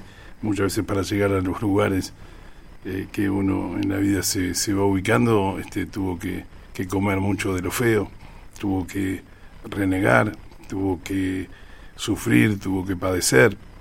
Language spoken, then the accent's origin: Spanish; Argentina; es como los argentinos, aguantamos